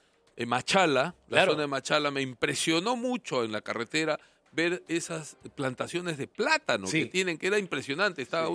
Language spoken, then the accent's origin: Spanish; Tarapoto, San Martín, Peru; yo soy de San Martín, ¿no? De Tarapoto.